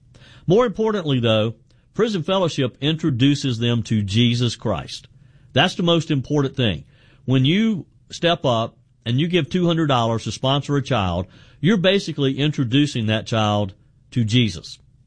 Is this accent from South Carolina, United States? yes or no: yes; South Carolina, United States; I'm going to start with someone here in my home state of South Carolina.